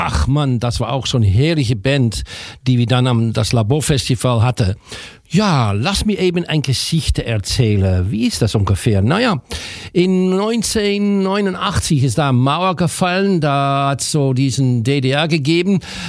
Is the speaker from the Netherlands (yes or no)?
yes; Netherlands; German is a second language; du sprichst als Holländer doch lustig Deutsch für uns